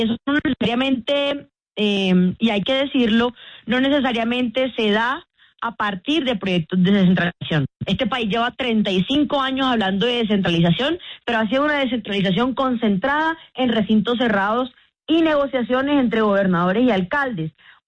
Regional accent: Barranquilla, Atlántico, Colombia; yo lo digo como barranquillera, ¿no? Yo estoy muy feliz de que mi ciudad esté en el centro del debate político público

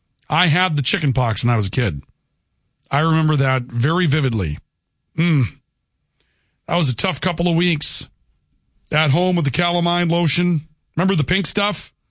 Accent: Minnesota, United States

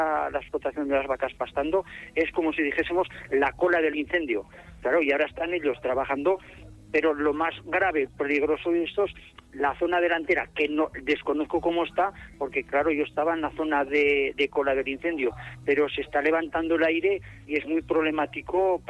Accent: Luesa, Aragon, Spain

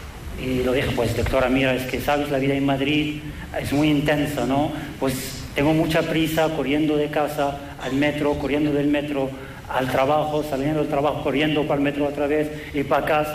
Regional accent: Sudan; Spanish is a second language; now in Spain; soy de Sudán. ¿Alguien conoce Sudán? Ah, muy bien, empezamos bien, así me gusta. Ah, llevo un par de años en España

